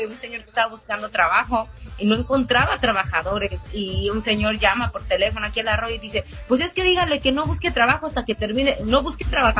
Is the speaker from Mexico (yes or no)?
yes; Mexico; nosotros como mexicanos amamos los colombianos